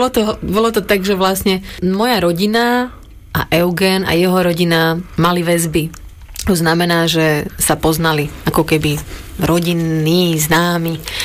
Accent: Bratislava, Bratislava Region, Slovakia; Narodila som sa v Bratislave od malička, vlastne žijem v hlavnom meste, čiže som taká, akože som taký mestský typ. V podstate som zvyknutá na ruch mesta. Vyrastala som v paneláku so svojimi rodičmi a so svojou staršou sestrou

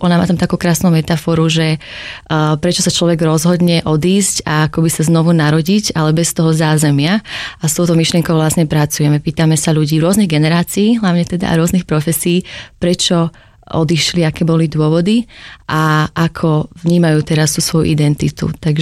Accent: Nitra, Nitra Region, Slovakia; moved away as an adult; now in United Kingdom; keď Nitra kandidovala, moje rodné mesto

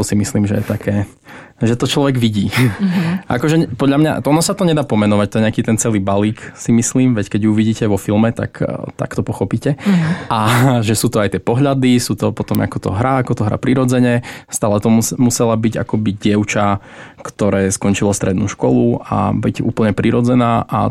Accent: Michalovce, Košice Region, Slovakia; ja som z Michaloviec

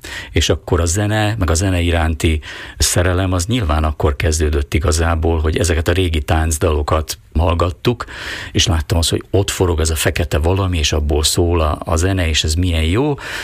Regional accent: Búč, Nitra Region, Slovakia; born or raised there; moved away as an adult; now in Bratislava, Slovakia

